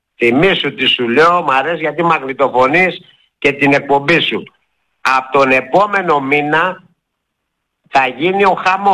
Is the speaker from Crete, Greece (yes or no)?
no; Ermoupoli, South Aegean, Greece; Ευτυχώς που κατάγομαι από την Ερμούπολη της Σύρου που είναι η πρωτεύουσα των Κυκλάδων